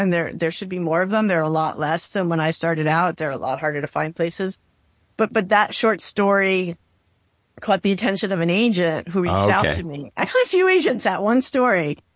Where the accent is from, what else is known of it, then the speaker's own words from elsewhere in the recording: Bergen County, New Jersey, United States; moved away as an adult; also born or lived in San Francisco / Mississippi; So, I'm from Bergen County, New Jersey. And so I never wanted, I'm in New Jersey now, by the way, and I never wanted to go back to New Jersey ever.